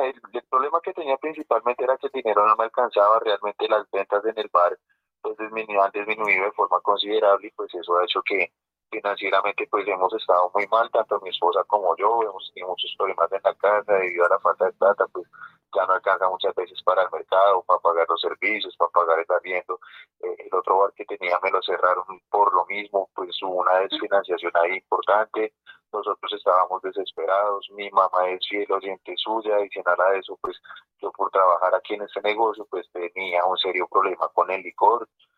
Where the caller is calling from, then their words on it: Ibagué, Tolima, Colombia; yo lo llamo de aquí, Ibagué, Tolima.